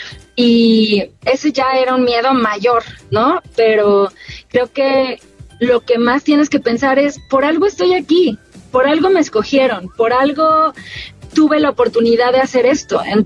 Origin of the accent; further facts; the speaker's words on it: Mexico; así somos las familias de México